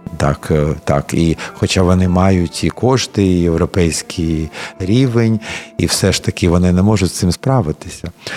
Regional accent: Odesa, Odesa Oblast, Ukraine; багатонаціональну мою рідну Одесу, в якій вже шосте покоління мешкає моїх ancestors, тобто там дуже-дуже вже це давно

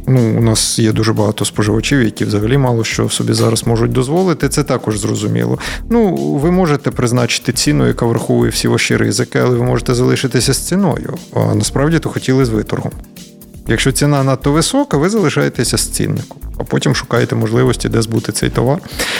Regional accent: Odesa, Odesa Oblast, Ukraine; Я от з Одеси знаю, що вивозили. Це були наші українці, наші одесити.

